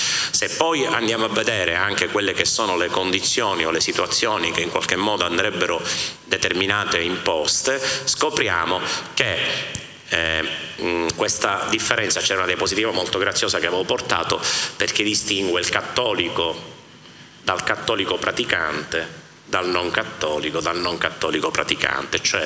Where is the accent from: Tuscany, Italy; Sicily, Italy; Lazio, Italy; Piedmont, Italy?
Sicily, Italy; anch'io sono siciliano e ogni tanto mi devo vergognare di essere siciliano